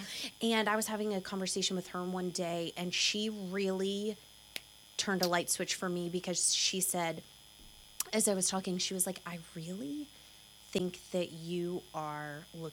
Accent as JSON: {"language": "English", "area": "Woodford County", "region": "Kentucky", "country": "United States", "tie": "born or raised there", "said": "So born and raised in Woodford, very close."}